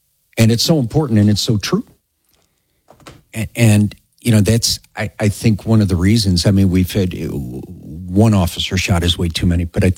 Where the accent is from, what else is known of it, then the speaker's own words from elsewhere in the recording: Chicago, Illinois, United States; I grew up in Chicago. My dad, a cop for 30 years, worked a lot of tough, tough areas.